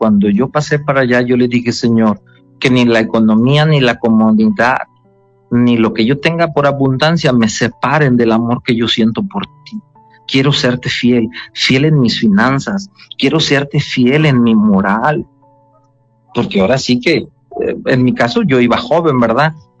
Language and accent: Spanish; Mexico; also born or lived in United States; si nosotros somos mexicanos y llegamos a los Estados Unidos